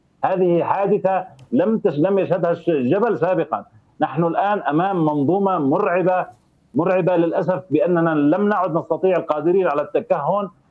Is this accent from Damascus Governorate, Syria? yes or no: no; As-Suwayda Governorate, Syria; وهي بالتأكيد فخ وقعنا به جميعا كسوريين، دفعنا ثمنه غاليا من كافة مكونات أبناء محافظة السويداء.